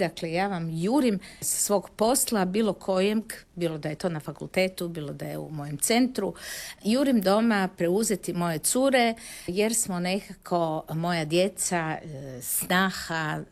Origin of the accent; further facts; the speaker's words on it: Zagreb, City of Zagreb, Croatia; Ja sam rođena u Zagrebu, moji roditelji su kao djeca već došli u Zagreb tamo s 13-14 godina, moji baka i deda po mami su došli u Zagreb živjeti